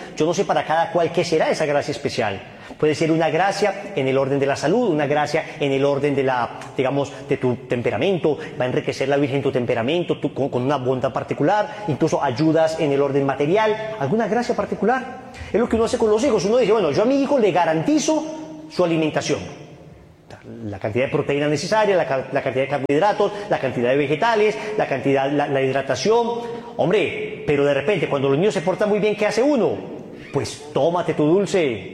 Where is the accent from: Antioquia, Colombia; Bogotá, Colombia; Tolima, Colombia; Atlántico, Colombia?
Antioquia, Colombia; Medellín; also born or lived in Cali / Granada; después vivimos en Cali un tiempo, después regresamos ya, yo pasé como el inicio de mi adolescencia en Granada y ya después nos volvimos a Medellín.